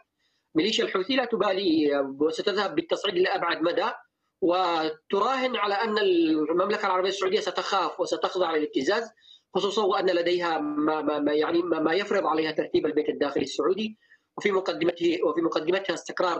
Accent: Yemen; now in Istanbul, Turkey; وما نحن نؤمن به كيمنيين

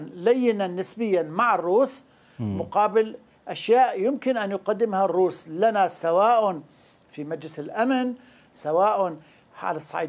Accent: Syria; إذا تغيرت سياستهم فنحن جاهزون كسوريين إلى أن نتغير، إلى أن تتغير سياستنا وأن نصفح الصفح الكريم

